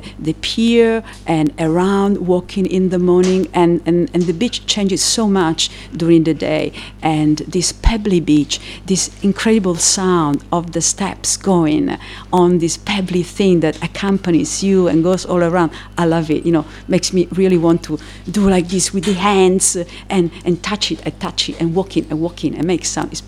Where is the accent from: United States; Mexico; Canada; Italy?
Italy; Cagliari, Sardinia; now in St Leonards, United Kingdom; I come from Cagliari, which is a city that is placed between the sea and three lagoons.